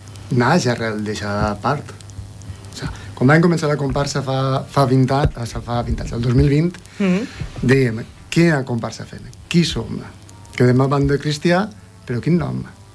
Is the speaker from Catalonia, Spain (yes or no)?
no; Oliva, Valencian Community, Spain; perquè jo antes soc d'Oliva i pertanyia a una comparsa que es deia Corsaris